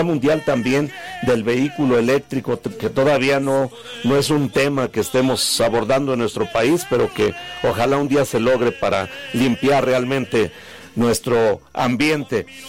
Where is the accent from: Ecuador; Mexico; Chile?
Mexico